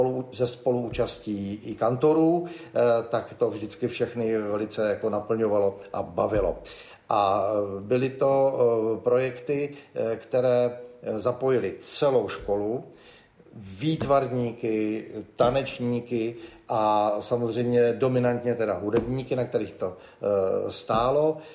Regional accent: Zlín, Zlín Region, Czechia; Ano, jsem Valach. Rodák ze Zlína, což je taková brána Valašska.

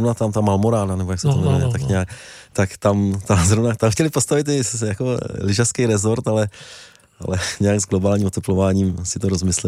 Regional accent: Bohemia, Czechia; já jsem že jsem z Čech, jako zvyklý na to, že jsou všude turistické cesty.

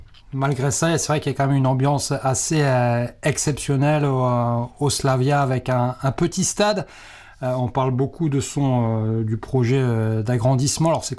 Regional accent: France; Et, tout en tant que Français, c'est des scènes auxquelles on a aussi assisté en France.

